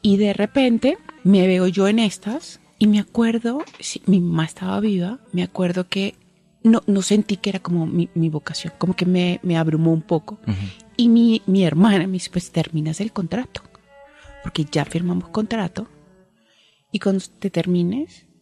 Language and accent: Spanish; Valencia, Carabobo, Venezuela; Además, yo soy de Valencia.